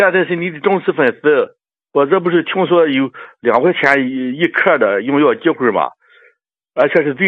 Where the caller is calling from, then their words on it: Qingdao, Shandong, China; 嗯，王老师，我是山东青岛的老朋友了。